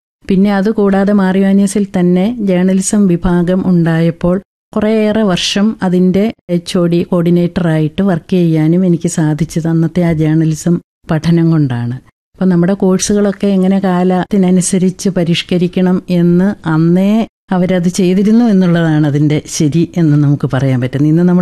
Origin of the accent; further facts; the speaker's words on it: Elamkulam, Kerala, India; എന്റെ സ്വദേശം കാഞ്ഞിരപ്പള്ളിക്കും പാലായ്ക്കും ഇടയ്ക്കുള്ള ഇളങ്കുളം എന്ന് പറഞ്ഞ സ്ഥലമാണ്.